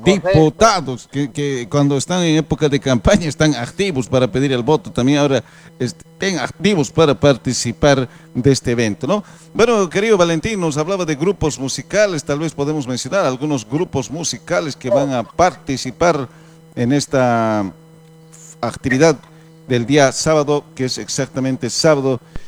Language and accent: Spanish; Potosí, Bolivia; now in Santa Cruz, Bolivia; Música nacional para revivir, para recordar nuestros años maravillosos en nuestros natales Potosí, señores.